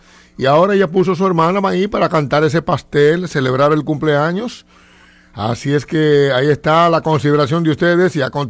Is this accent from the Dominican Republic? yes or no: yes; Nagua, María Trinidad Sánchez, Dominican Republic; born there; mi pueblo de Nagua